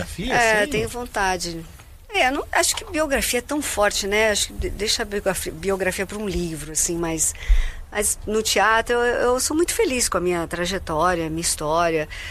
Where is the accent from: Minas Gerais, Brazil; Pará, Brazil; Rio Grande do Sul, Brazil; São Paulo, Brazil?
São Paulo, Brazil; born there; also born or lived in Rio de Janeiro; now in Jundiaí, Brazil; Eu sou da Vila Sônia. Adoro aquele bairro. Tenho família que mora lá ainda.